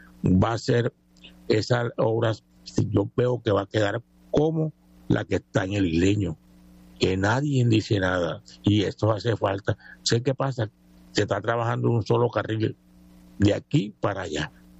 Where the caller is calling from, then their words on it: San Andrés, San Andrés, Providencia and Santa Catalina, Colombia